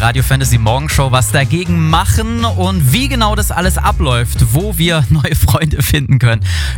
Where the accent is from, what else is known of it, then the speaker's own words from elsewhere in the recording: Munich, Bavaria, Germany; now in Augsburg, Germany; also ich komme aus München